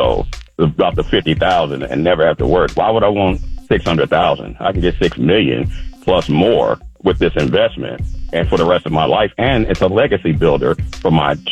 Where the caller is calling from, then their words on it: Atlanta, Georgia, United States; I'm calling from Atlanta.